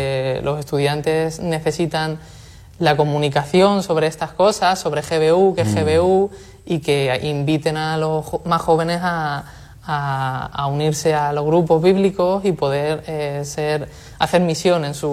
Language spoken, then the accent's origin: Spanish; Castilla-La Mancha, Spain; moved away; yo soy manchego, vengo de la Universidad de Ciudad Real